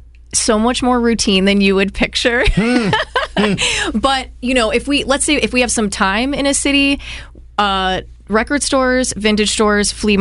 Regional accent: Akron, Ohio, United States; So I think that counts as Akron.

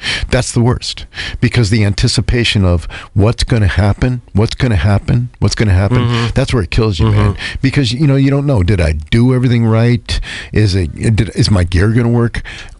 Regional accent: Ohio, United States; Growing up in Northeast Ohio and growing up in Ohio in general

